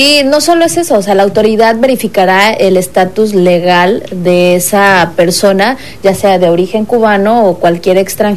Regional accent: Mexico

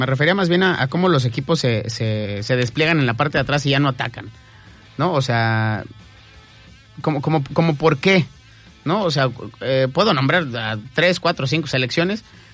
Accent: Mexico

